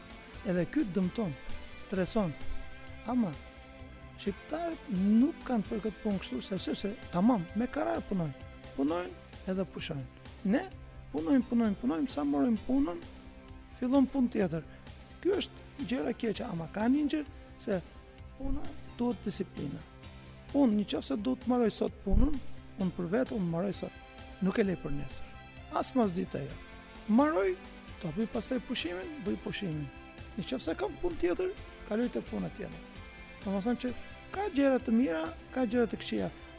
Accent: Istanbul, Turkey; now in Albania; Kam martuar në Turqi, është nga Izmiri është. Ajo, unë jam nga Stambulli, edhe kemi i njohim nga Turqia

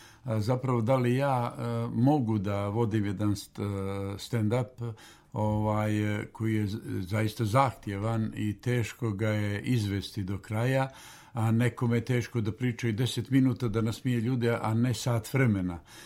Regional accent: Berane, Berane Municipality, Montenegro; Zaista mi je drago vratiti se u ovaj studio u mom rodnom gradu i uvijek se sjećam sjajno kada dođem u studiju Radio Berana.

